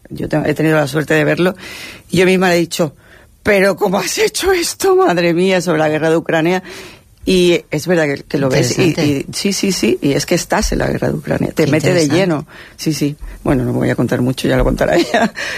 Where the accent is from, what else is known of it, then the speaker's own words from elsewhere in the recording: Conil de la Frontera, Andalusia, Spain; Sí, sí, yo soy de Conil.